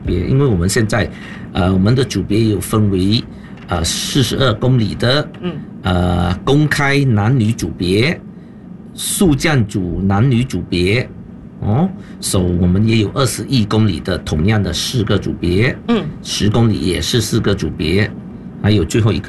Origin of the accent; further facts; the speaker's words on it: Malaysia; 我们马来西亚公民